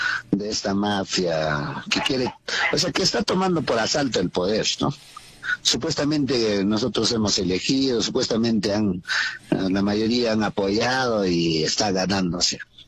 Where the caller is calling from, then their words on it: Juliaca, Puno, Peru; Aquí de Juliaca